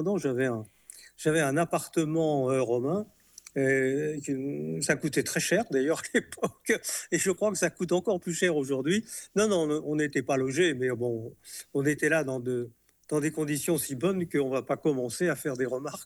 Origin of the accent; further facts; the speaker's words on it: Lyon, Auvergne-Rhône-Alpes, France; Oui, je suis né à Lyon, je suis resté à Lyon pendant 20 ans.